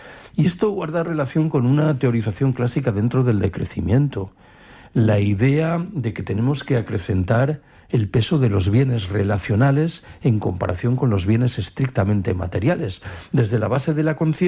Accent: Galicia, Spain; Hace 3 meses estuve en Galicia, en mi tierra, en un instituto de bachillerato dando una charla sobre decrecimiento.

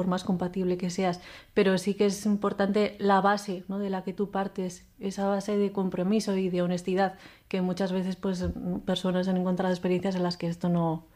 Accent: Basque Country, Spain; Pero aquí que somos como muy vascos, ¿no?

